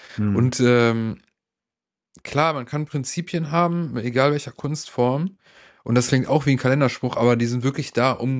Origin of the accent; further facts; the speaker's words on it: North Rhine-Westphalia, Germany; now in Cologne, Germany; Nee, ich komme aus dem Rheinland, sage ich jetzt mal.